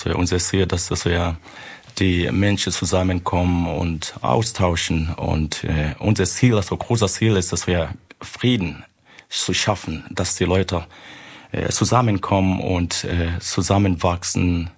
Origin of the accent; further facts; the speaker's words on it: Chemnitz, Saxony, Germany; Wir kommen aus Chemnitz, Karl-Marx-Stadt.